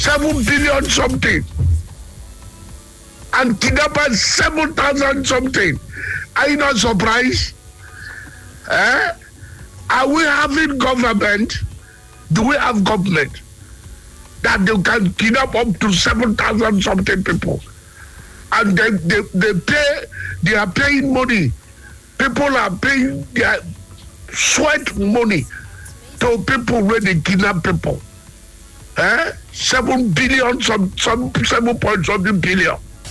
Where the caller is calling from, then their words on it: Okrika, Rivers, Nigeria; calling from Okrika.